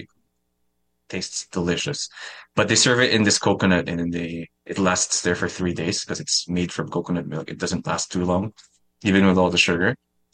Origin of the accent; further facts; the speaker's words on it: Central Luzon, Philippines; Yeah, it's very close to where I technically grew up in. So I'm from Nueva Ecija.